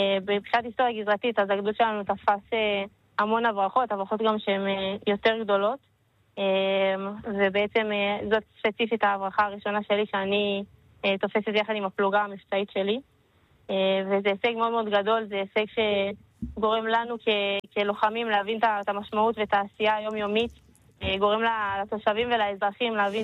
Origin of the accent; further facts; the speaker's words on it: Karmiel, Northern District, Israel; אני מקרמיאל.